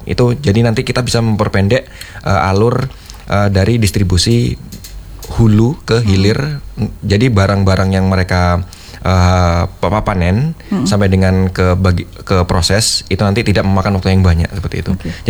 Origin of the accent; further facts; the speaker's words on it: Bangsalsari, East Java, Indonesia; Ya karena saya dari Bangsal Sari juga.